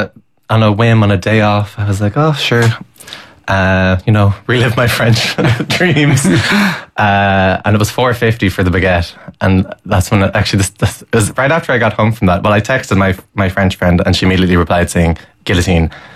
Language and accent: English; Ireland; It's not about me being ungrateful about being Irish, because it's quite the opposite. But I want to see this country do better